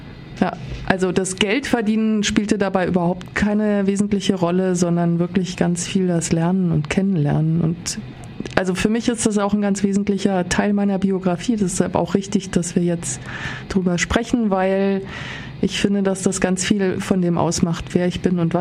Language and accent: German; Southern Germany, Germany; born there; moved away; Also ich komme aus dem Westen, also eben geboren bin ich in Süddeutschland.